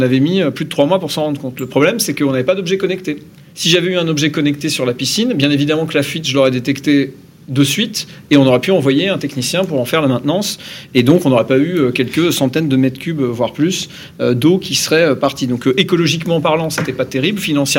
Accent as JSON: {"language": "French", "region": "Normandy", "country": "France", "said": "Bon, je vais faire une réponse de Normand, mais je suis Normand."}